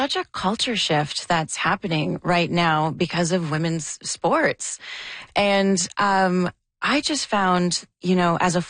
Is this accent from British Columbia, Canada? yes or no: no; Ottawa, Ontario, Canada; Interestingly enough, because I grew up playing soccer in Ottawa